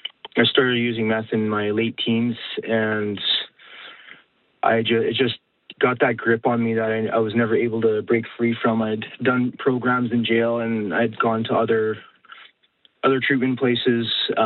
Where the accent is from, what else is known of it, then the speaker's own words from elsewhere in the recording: Winkler, Manitoba, Canada; I'm from Winkler